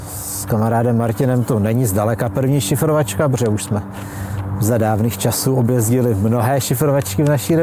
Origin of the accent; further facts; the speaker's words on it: Halenkov, Zlín Region, Czechia; Marvin je z Nového Jičína, já jsem z Halenkova.